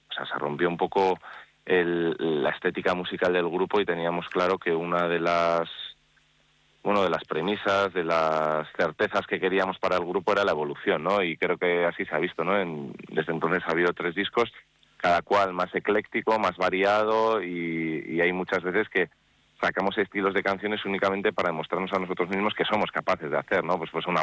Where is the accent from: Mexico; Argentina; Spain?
Spain; Vitoria-Gasteiz, Basque Country; born there; yo soy nacido aquí en Gasteiz